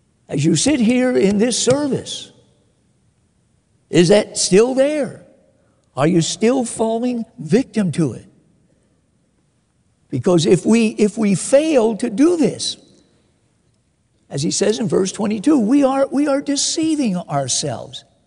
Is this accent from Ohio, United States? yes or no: no; Miami, Florida, United States; moved away as an adult; When I first went to Minnesota, I didn't want to go. I was from Miami, Florida. My dream was that I would complete my training and I would move back to Miami.